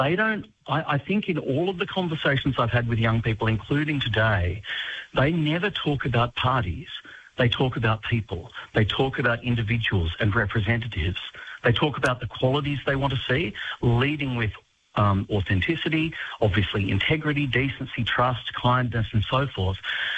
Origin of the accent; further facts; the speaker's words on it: Australia; You know, I grew up on the Murray River. I live now on the north coast of New South Wales.